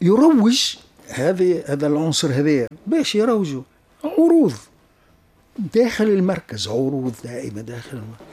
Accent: Tunisia; احنا عندنا في تونس في العاصمة

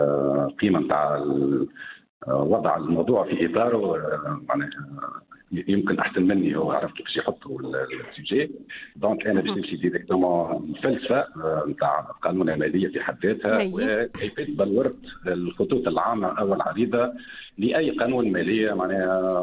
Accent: Tunisia

